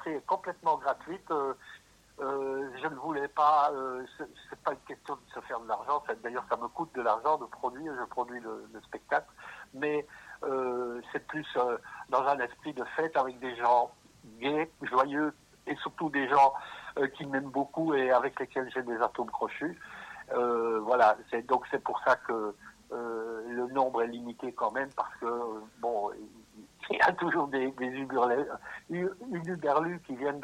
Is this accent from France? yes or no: no; Verviers, Wallonia, Belgium; moved away; j'ai choisi de revenir dans ma ville natale